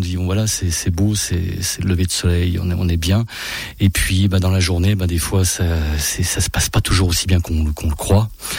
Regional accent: Pélussin, Auvergne-Rhône-Alpes, France; on est chez nous à Pélu

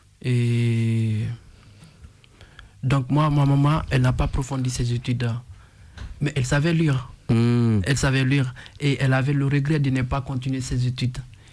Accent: Guinea; moved away; le rythme de chez moi, de la Guinée qu'on a.

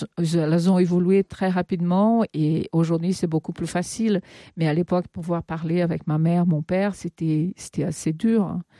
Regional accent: Brazil; French is a second language; moved away as an adult; now in France

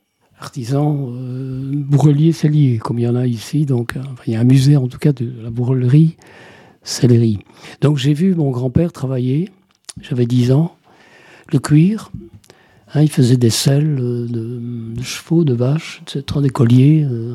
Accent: Wallonia, Belgium; Ben oui, je suis originaire des Ardennes belges. Donc c'est une région, voilà, je ne dis pas montagneuse, mais de collines, de rivières sauvages, de cerfs, de biches, de sangliers.

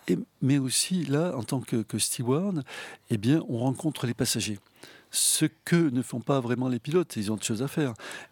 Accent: Toulouse, Occitanie, France; moved away; moi, je suis toulousain. Mes parents avaient construit une maison près du terrain de Montaudran.

